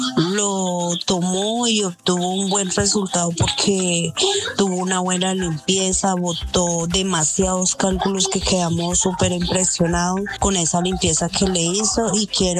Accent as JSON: {"language": "Spanish", "town": "Planadas", "region": "Tolima", "country": "Colombia", "said": "soy de Planadas, Tolima."}